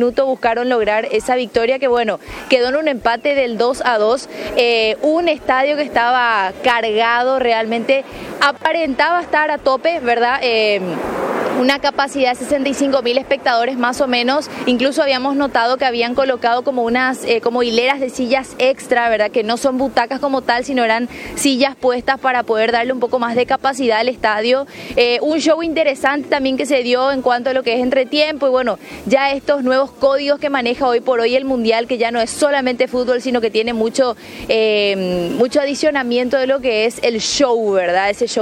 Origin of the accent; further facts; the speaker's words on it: Paraguay; somos paraguayos, estamos de cobertura